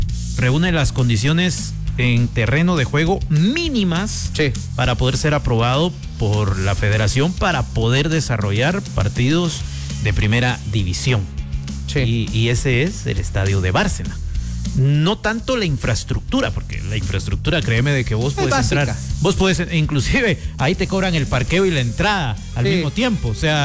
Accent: Villa Nueva, Guatemala Department, Guatemala; allá por mi pueblo, ¿verdad? Ahí en Villanueva

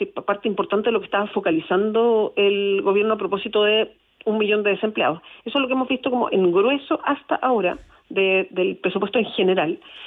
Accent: Chile; Y eso a mí como chilena, más allá de si soy senadora o no, me preocupa mucho

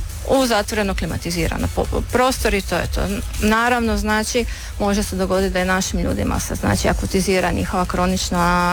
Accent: Krapina-Zagorje County, Croatia; ja sam inače Zagorka, pa je prehrana više manje slična

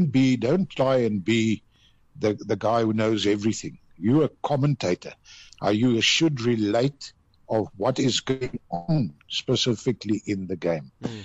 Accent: South Africa; I take sides when it comes to South Africa play, because this is my country, and I'm proud of it.

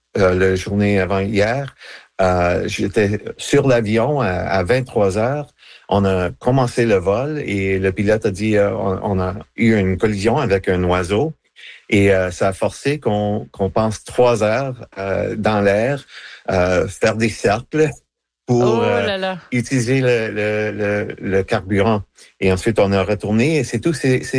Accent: Quebec, Canada; first language English; French is a second language; J'écris en anglais, certainement, parce que c'est ma langue maternelle, même si je suis québé

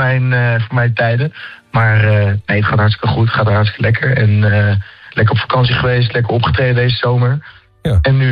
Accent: Utrecht, Netherlands; Dus ja, Paradiso en Tivoli, omdat ik uit Utrecht kom.

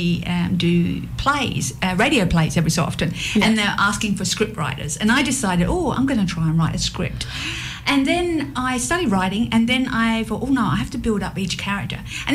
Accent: England, United Kingdom; I'm English.

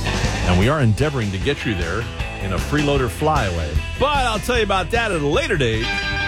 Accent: Huntington Beach, California, United States; my hometown of Huntington Beach, California

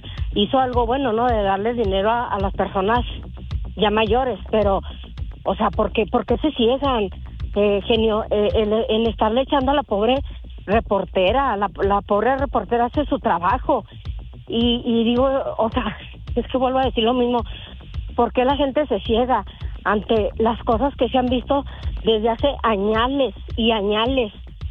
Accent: Gómez Palacio, Durango, Mexico; En Nayarit, pero nosotros somos de Gómez Palacio, Durango.

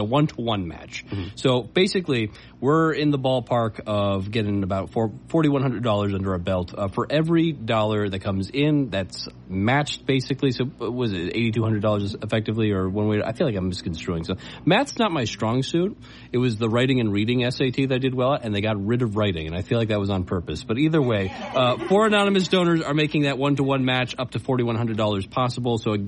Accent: Agawam, Massachusetts, United States; now in Easthampton, United States; Well, I'm from Agawam

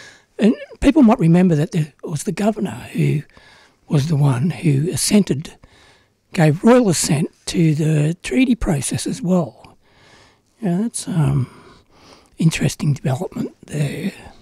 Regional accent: Australia

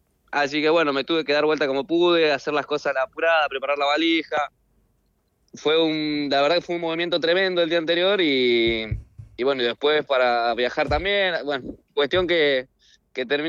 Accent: Tierra del Fuego, Argentina; also born or lived in Salta; Yo nací en Salta y me crié en Tierra del Fuego, de una punta a la otra.

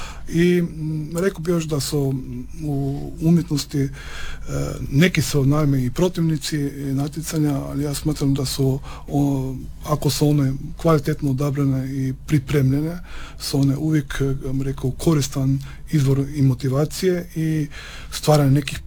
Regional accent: Slovenia; moved away as an adult; now in Pula, Croatia; Naime, ja sam bio tu student gdje sam danas profesor, inače dolazim iz Slovenije, ali evo, studijski putevi su me nekako naveli na to da sam ostao evo tu u Istri i u Hrvatskoj.

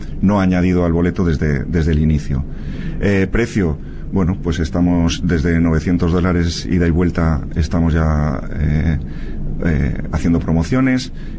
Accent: Mallorca, Balearic Islands, Spain; Yo soy de Mallorca.

